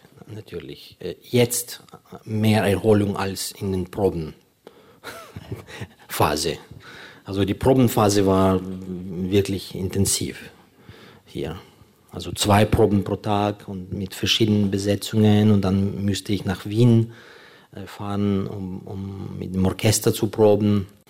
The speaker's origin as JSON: {"language": "German", "country": "Ukraine", "second_language": "German"}